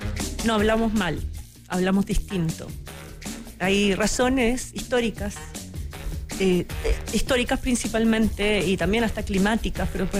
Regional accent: Chile; los chilenos decimos chileno y nos aspiramos la S final o las D intervocálicas

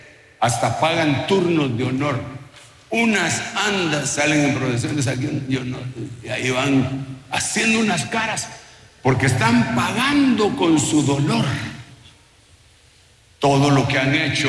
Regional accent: Guatemala; moved away; Ahí en mi tierra hay un lugar que se llama Esquipulas

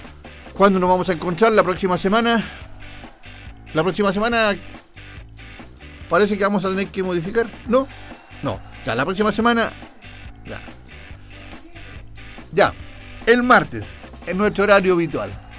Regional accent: Linares, Maule, Chile; moved away; voy a viajar a mi tierra, voy a viajar a mi querido Linares

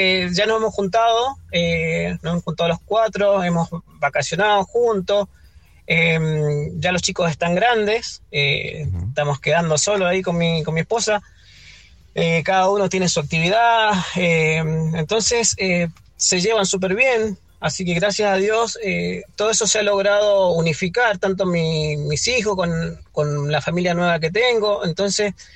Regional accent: Argentina; now in Chile; Nosotros, bueno, en Argentina se acostumbra, no sé, los domingos juntarse o con la mamá, o con el papá

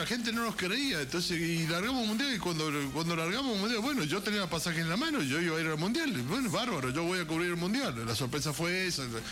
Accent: Mendoza, Argentina; soy periodista de Mendoza, acá tengo los vuelos, tengo los pasajes, yo no sabía que el pasaporte demoraba tanto, vengo de Mendoza, sí.

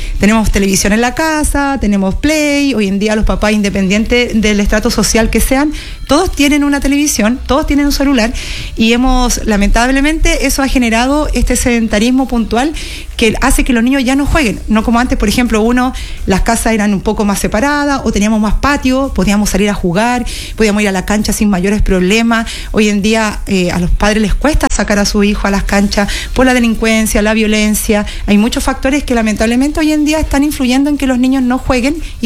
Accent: Chile

